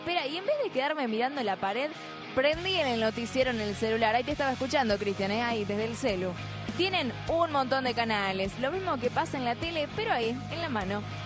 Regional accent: Argentina; Uno como argentino lo vive también desde otra manera

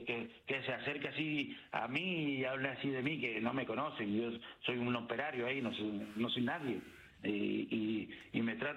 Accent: Argentina; Primero, como argentino, yo creo que es nuestro mejor embajador.

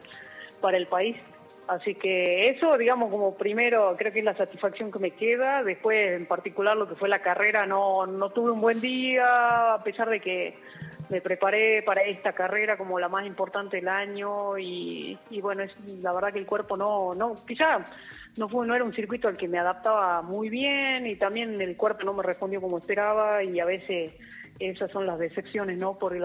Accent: Jujuy, Argentina; el honor más grande de decir, soy jujeña en una delegación argentina

